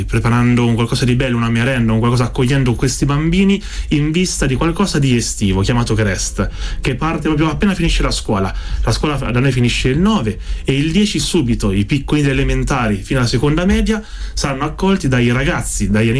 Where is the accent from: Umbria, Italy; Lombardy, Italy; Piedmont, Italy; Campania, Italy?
Umbria, Italy; Perugia; io mi ricordo il mio primo Grest da bambino a San Sisto, nella mia parrocchia di origine, nel 2006-2007.